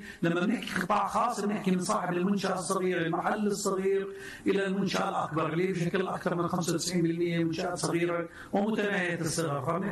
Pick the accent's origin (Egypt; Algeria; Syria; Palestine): Palestine; وإحنا فلسطينيين